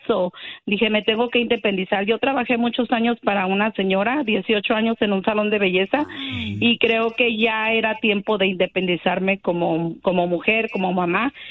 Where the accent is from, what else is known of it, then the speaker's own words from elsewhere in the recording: Michoacán, Mexico; also born or lived in California / Los Angeles; now in Las Vegas, United States; Yo soy nacida en California, pero fui criada en Michoacán, so me considero de Michoacán.